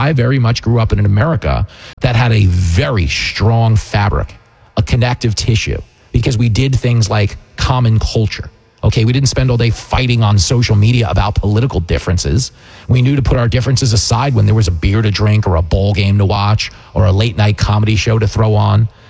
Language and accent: English; Levittown, New York, United States; You know, I grew up in Levittown. It was the first World War II community built for American GIs returning home. So I grew up, everybody in my community was a veteran.